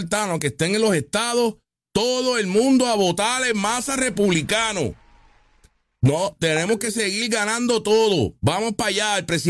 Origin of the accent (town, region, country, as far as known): Puerto Rico